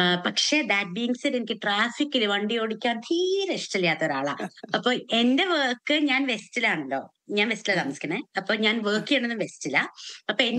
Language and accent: Malayalam; Ottapalam, Kerala, India; accent: Valluvanadan; moved away; ഞാന് പാലക്കാടാണ്. പാലക്കാട് എന്ന് പറയുമ്പോ പ്രോപ്പർ പാലക്കാടല്ല, മറ്റേ പാലക്കാട് തന്നെ പല തരത്തിലും സ്ലാങ്സ് ഉണ്ട്.